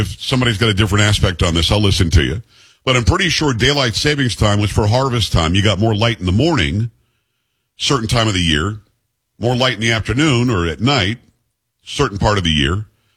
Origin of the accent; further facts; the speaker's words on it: Florida, United States; also born or lived in New York; growing up, obviously, we had daylight savings time when I grew up in Florida. I'm from New York originally. We spent a lot of time in Michigan and so on.